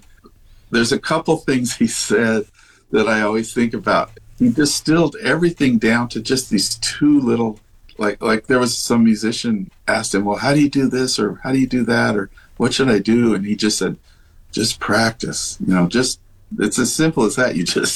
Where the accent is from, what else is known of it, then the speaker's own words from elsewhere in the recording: Denver, Colorado, United States; yeah, I grew up in Denver and I watched the Mickey Mouse Club on TV, you know, so why shouldn't I include that?